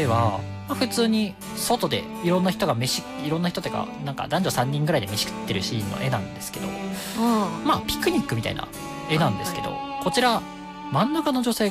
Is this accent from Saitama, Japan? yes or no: no; Hyogo, Japan; 僕は出身が兵庫なんでね